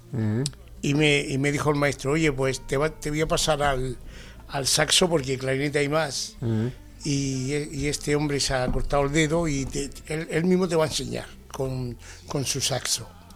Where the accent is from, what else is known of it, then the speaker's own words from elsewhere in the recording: Adra, Andalusia, Spain; Yo soy de Adra, de Almería.